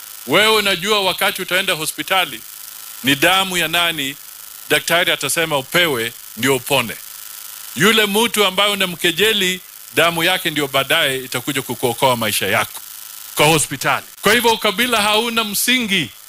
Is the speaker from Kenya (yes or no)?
yes; Vihiga County, Kenya; born there; moved away; Kweli, mimi ni Mkenya lakini mzaliwa wa Vihiga huko.